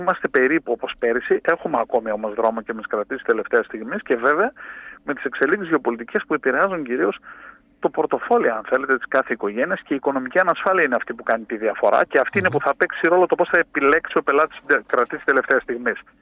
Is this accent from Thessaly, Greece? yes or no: no; Central Macedonia, Greece; που λένε στο χωριό μου στη Χαλκιδική.